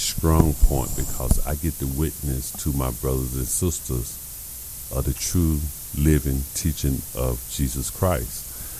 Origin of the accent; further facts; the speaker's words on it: Alabama, United States; accent: country; Pick up my accent, the country boy from Alabama?